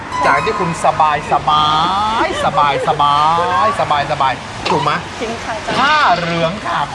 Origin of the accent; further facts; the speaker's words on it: Southern Thailand, Thailand; ในฐานะคนใต้ด้วยกัน